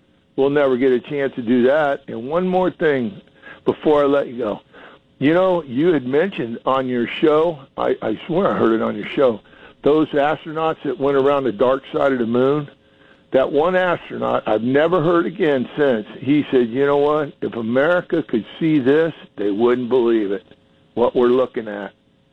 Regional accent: Florida, United States; But I grew up in South Florida, and when I was a young man, I'm 75 now

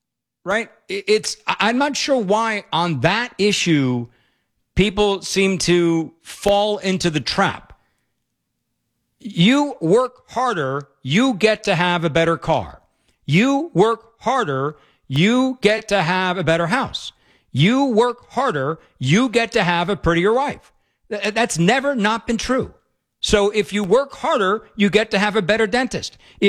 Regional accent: United States; It's not just because I'm an American.

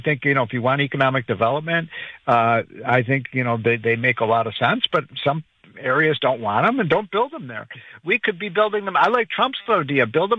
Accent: Illinois, United States; all of these states, New York, New Jersey, California, my home state of Illinois, Connecticut, Massachusetts, runaway costs.

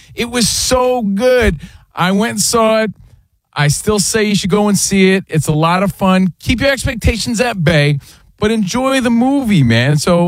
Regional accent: East Coast, United States; we're from the East Coast. We built our career in New York.

